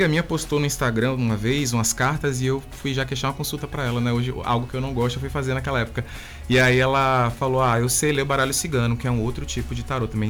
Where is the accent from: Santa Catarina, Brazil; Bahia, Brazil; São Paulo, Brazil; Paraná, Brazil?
Bahia, Brazil; Itabuna; Isso, nasci e me criei aqui no São Caetano.